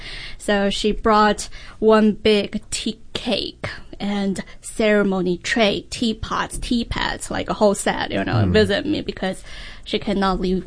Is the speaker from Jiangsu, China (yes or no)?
no; Yunnan, China; English is a second language; moved away as an adult; now in Massachusetts, United States; my hometown, Yunnan province